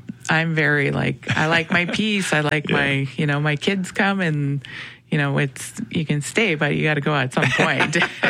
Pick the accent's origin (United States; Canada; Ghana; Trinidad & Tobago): Canada; I always knew I was Indigenous, you know, I always knew I was Métis. Growing up in the North End, like, being in the schools